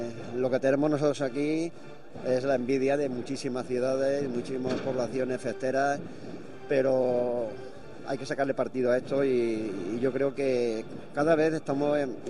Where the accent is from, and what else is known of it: Villena, Valencian Community, Spain